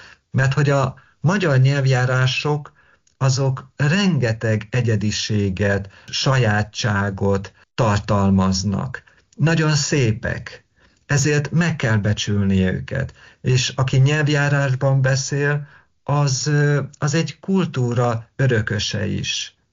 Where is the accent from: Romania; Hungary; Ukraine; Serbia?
Ukraine; Zakarpattia Oblast; ezt ugye Ungvár környékén pocshalnak nevezik, Zsitkócon ebirocának. A létra, amire felmásztunk, szülőföldemen láptó.